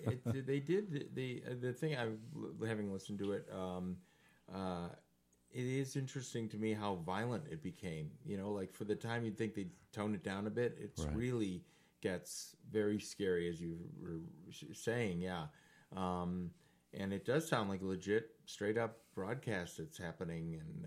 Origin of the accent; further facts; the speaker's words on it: Naperville, Illinois, United States; I grew up in Naperville.